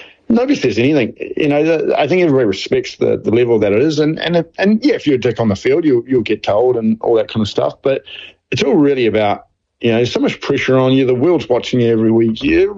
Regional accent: New Zealand; being a New Zealander playing in America

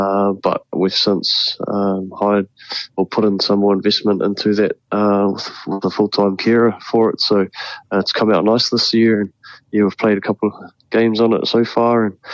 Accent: Gisborne, New Zealand; I'm originally from Wydal, so just down the road from Gisborne.

